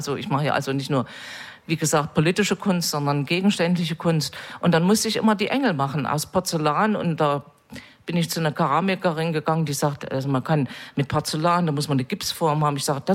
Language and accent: German; East Germany, Germany; Also ich komme aus der DDR und da hieß das Gleichberechtigung.